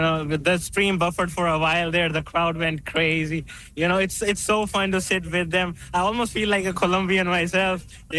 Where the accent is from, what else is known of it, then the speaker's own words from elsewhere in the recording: Abbotsford, British Columbia, Canada; I like to come here every day, but I come from Abbotsford, so it's like a two-hour drive.